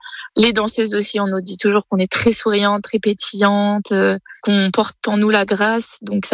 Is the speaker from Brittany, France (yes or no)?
no; Auvergne-Rhône-Alpes, France; je me retrouve cette année, du coup, chez moi, au Bongo.